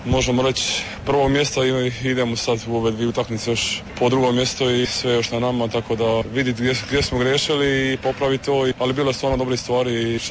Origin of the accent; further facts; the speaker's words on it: Croatia; mi smo Hrvati